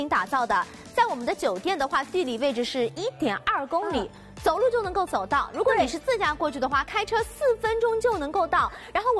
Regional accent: Shanghai, China; 现在也快成我们上海人的后花园了

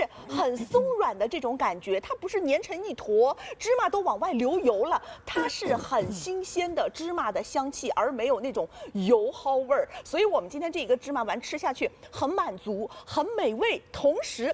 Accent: China; 我们中国人特别讲究精气神儿。

